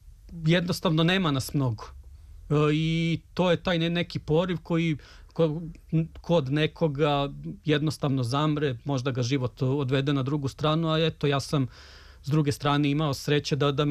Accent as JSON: {"language": "Serbian", "region": "Belgrade", "country": "Serbia", "said": "u stvari nekima od nas je Beograd zavičaj, i sasvim je logično da i mi imamo zavičajnu biblioteku"}